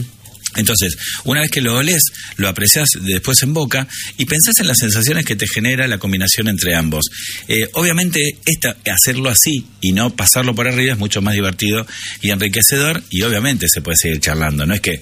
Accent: Italy; Digo, yo soy italiano, me encanta, amo las pastas, amo todo lo italiano

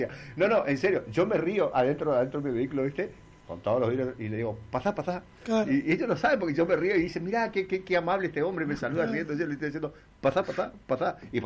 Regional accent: Chaco, Argentina; Como muchos argentinos, muchos chaqueños.

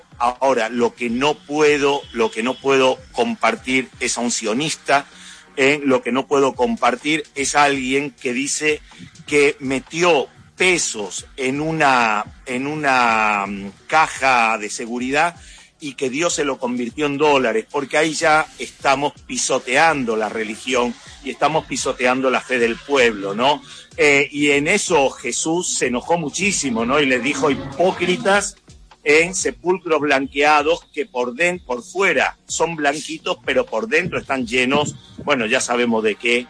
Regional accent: Marbella, Andalusia, Spain; lo agarren en Marbella, mi tierra, por otro lado, donde van los jeques árabes

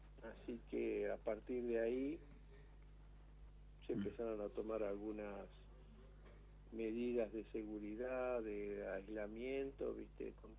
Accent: Carmen de Areco, Buenos Aires Province, Argentina; Carmen de Areco.

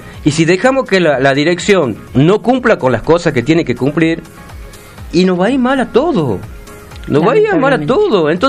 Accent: Tucumán, Argentina

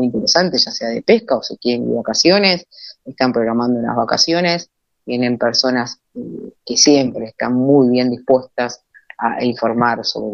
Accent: Buenos Aires, Argentina; Soy de Cava, Capital Federal, y quería consultarles dónde me recomiendan ir

